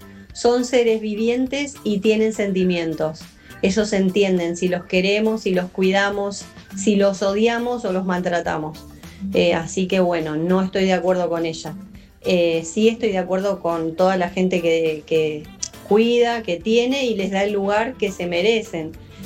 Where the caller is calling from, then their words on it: Moreno, Buenos Aires Province, Argentina; de Moreno, la peluquera más linda de toda la zona oeste.